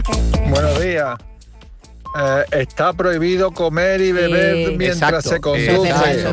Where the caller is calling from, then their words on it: Seville, Andalusia, Spain; de Sevilla.